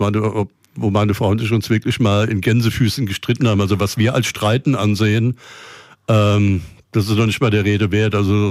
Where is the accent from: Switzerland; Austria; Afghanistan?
Switzerland; Reichenbach, Bern; Ich komme übrigens aus Reichenbach, Kanton Bern. Ne? Also ich bin Schweizer